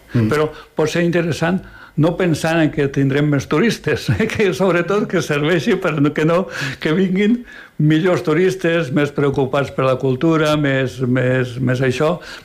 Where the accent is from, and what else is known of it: Andorra